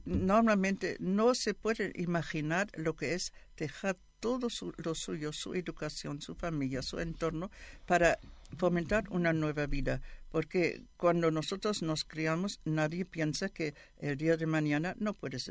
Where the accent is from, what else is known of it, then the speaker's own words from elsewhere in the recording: Germany; Spanish is a second language; yo soy alemana y vine aquí para estudiar castellano y todavía lo estoy estudiando.